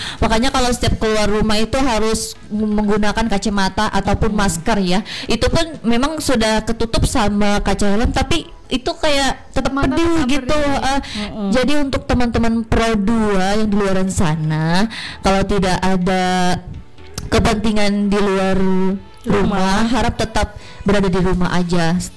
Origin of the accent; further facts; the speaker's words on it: Indonesia; karena aku memang asli orang Dayak.